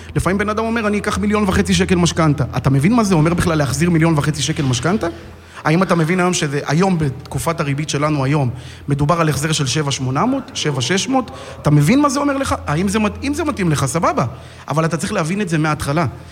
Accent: Tiberias, Northern District, Israel; born there; אני נולדתי בטבריה.

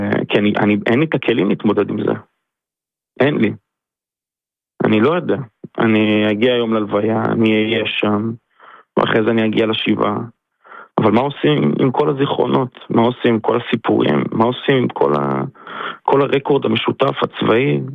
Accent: Zikhron Ya'akov, Haifa District, Israel; ספיר, אני מזכיר לכם, הוא מגיע מאלי. אני מגיע מזיכרון, הפלגה שלנו הייתה חצויה במובן הזה

